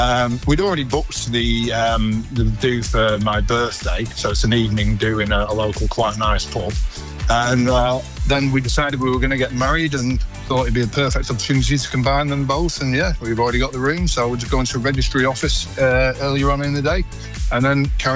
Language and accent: English; Lytham St Annes, North West England, United Kingdom; moved away as an adult; now in Preston, United Kingdom; I moved to Preston 2 years ago. I'm originally from Luton St. Thomas, just down the road on the coast there